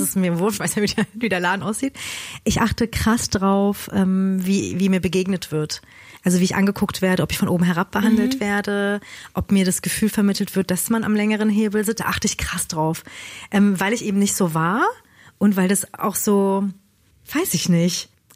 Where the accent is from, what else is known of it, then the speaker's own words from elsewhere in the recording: Berlin, Germany; obwohl ich gebürtige Berlinerin bin